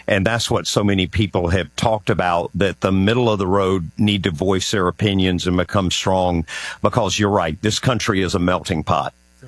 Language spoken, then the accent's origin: English; the South, United States; accent: southern; My family's from Italy and my family's from Ireland. But we have our own accent over here. Everybody goes, you got this southern accent.